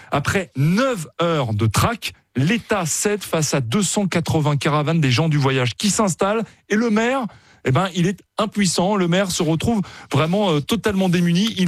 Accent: France; Parce que je suis français

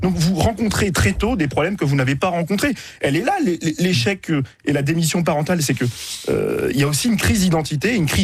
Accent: Roubaix, Hauts-de-France, France; moved away as an adult; now in Paris region, France; j'ai quitté Roubaix. J'ai laissé mes proches et ma famille, j'ai laissé toute mon histoire à Roubaix et j'ai dû me reconstruire en région parisienne

